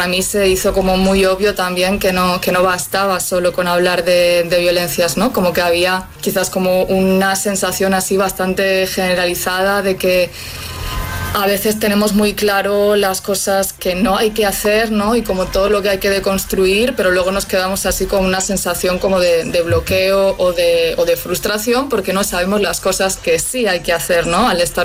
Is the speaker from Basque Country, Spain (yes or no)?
no; Galicia, Spain; now in Málaga, Spain